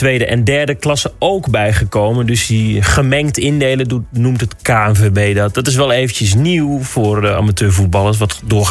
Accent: Barger-Compascuum, Drenthe, Netherlands; ik kom zelf uit Barger Kompas, dus ik ben meer Emmen georiënteerd.

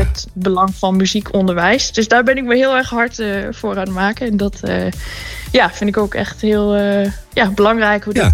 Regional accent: Drenthe, Netherlands; Ik ben wel geboren en getogen Drent. Alleen... Ik kan gewoon niet zo goed Drents.

